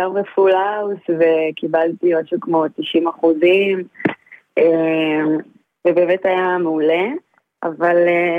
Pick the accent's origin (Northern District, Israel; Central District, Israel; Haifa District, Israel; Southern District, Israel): Southern District, Israel; Netivot; now in Tel Aviv, Israel